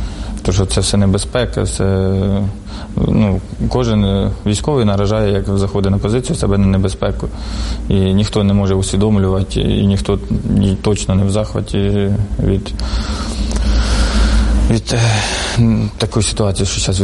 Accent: Sumy, Sumy Oblast, Ukraine; Із Сумщини, з Суми.

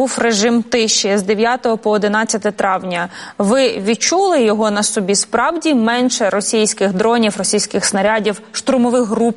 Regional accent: Zaporizhzhia Oblast, Ukraine; Передаю вітання моєму рідному Запоріжжю у відповідь.

